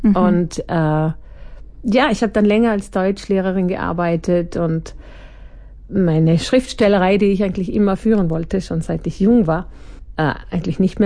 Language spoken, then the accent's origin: German; Feldkirch, Vorarlberg, Austria; moved away as an adult; also born or lived in Innsbruck; now in Spain; Und ich komme ursprünglich aus Feldkirch, bin dort aufgewachsen und dann aber habe ich in Innsbruck Politikwissenschaften studiert und bin nach dem Studium eigentlich gleich mal, lass mich überlegen, 1995